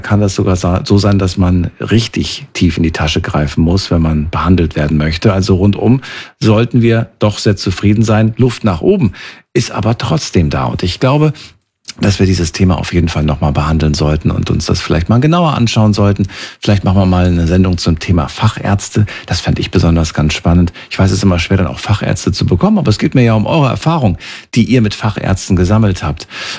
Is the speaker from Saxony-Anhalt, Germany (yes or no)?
no; Thuringia, Germany; born there; Ich war noch sehr klein, als ich geboren wurde in Thüringen.